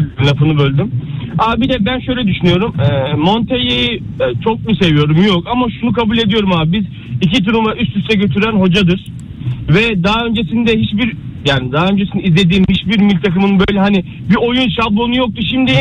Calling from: Istanbul, Turkey; Ben İstanbul'dan, İstanbul'dan

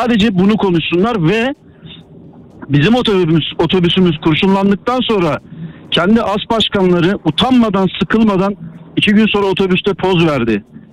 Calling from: Istanbul, Turkey; Abi İstanbul'dan arıyorum

